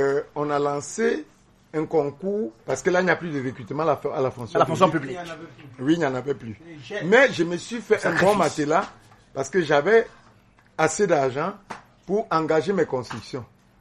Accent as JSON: {"language": "French", "country": "Cameroon", "said": "en tant que Camerounais"}